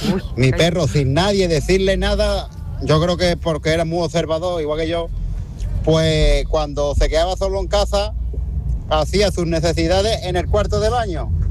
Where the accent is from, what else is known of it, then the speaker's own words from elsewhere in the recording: Chucena, Andalusia, Spain; Buenas tardes … de Chucena.